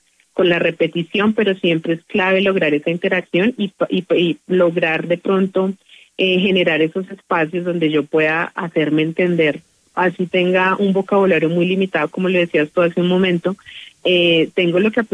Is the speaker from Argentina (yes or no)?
no; Colombia; nosotros como colombianos vamos a manejar un acento